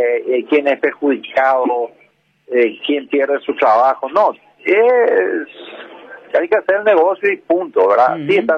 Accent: Paraguay; qué raro que somos los paraguayos

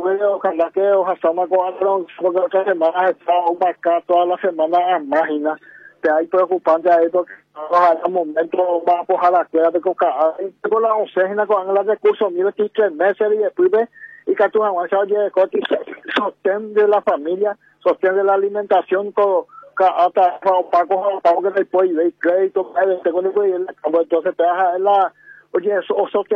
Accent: Monguetata, Itapúa, Paraguay; Porque si usted, compañera, se anda por lo menos en mi pueblo, en Monguetata

